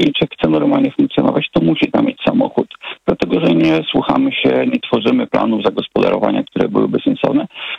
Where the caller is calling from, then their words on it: Warsaw, Masovian Voivodeship, Poland; mieszkam w Warszawie, a do pracy jeżdżę do Łomianek.